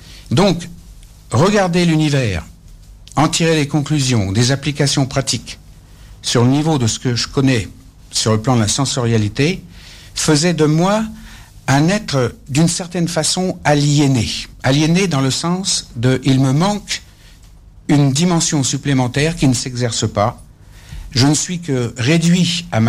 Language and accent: French; Russia; now in United Kingdom; en tant que russe